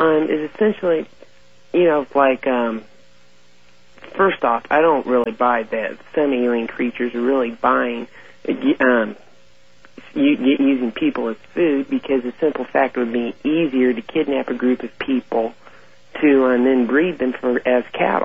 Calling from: Kansas City, Missouri, United States; from Kansas City, Missouri. How are you doing?

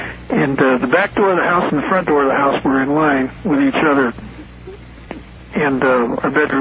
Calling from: Sparks, Nevada, United States; I'm from, I'm in Sparks.

